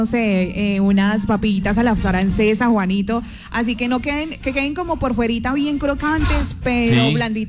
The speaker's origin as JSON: {"language": "Spanish", "country": "Colombia", "said": "también nos representa como lo aguerridos que somos nosotros los colombianos."}